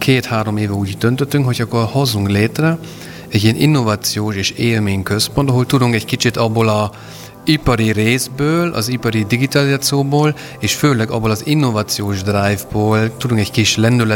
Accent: Germany; Hungarian is a second language; moved away as an adult; now in Budapest, Hungary; Német vagyok, majd hogy echte német, ahogy szoktatok mondani magyarul. A 21 évből most már 17 évet töltöm Magyarországon. A Bosch miatt jöttem, és a feleségem miatt maradtam, úgyhogy magyar a feleségem

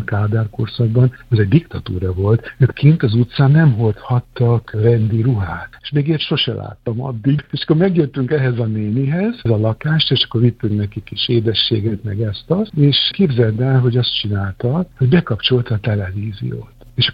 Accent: Vojvodina, Serbia; Jugoszláviában 90-es években lettem ugye kamasz, akkor háború volt

